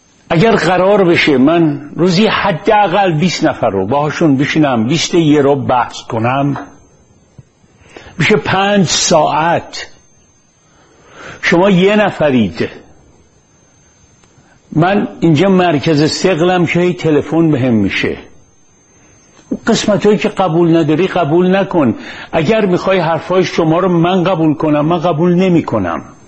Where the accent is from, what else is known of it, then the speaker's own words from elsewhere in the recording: Iran; ما ایرونی ها گفتم هممون معلمیم